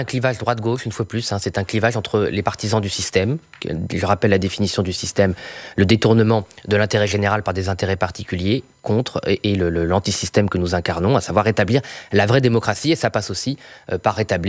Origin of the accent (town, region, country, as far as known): Boulogne-sur-Mer, Hauts-de-France, France; born there